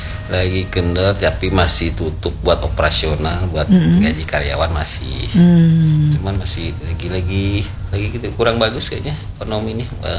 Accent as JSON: {"language": "Indonesian", "region": "West Java", "country": "Indonesia", "moved": "yes", "lives_now": "West Sumatra, Indonesia", "said": "Saya kan orang Sunda ya, orang Jawa Barat"}